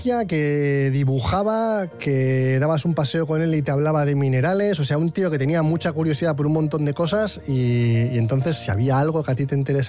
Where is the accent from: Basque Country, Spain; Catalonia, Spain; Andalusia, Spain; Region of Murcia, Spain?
Basque Country, Spain; Getxo; born or raised there